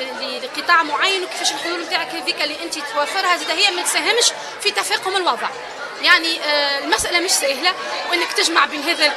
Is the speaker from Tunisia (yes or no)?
yes; Tunisia; واللي عندنا في تونس الحقيقة في كل ما هو مناخ وبيئة عندنا مجتمع مدني فاعل